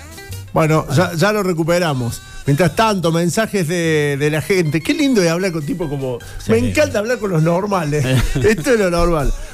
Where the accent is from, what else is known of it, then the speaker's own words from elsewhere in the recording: Tanti, Córdoba, Argentina; ponen en mi pueblo, en Tanti, hay uno que juega bien